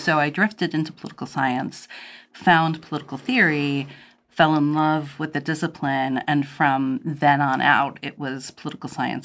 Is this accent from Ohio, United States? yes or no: yes; Cleveland, Ohio, United States; moved away as an adult; I actually grew up outside of Cleveland, Ohio, which is where I am now.